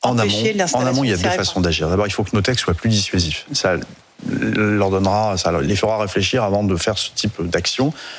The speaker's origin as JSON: {"language": "French", "region": "Centre-Val de Loire", "country": "France", "tie": "born or raised there", "said": "Vous êtes sur une zone qui est un polygone militaire que je connais bien, puisque je suis originaire du département du Cher."}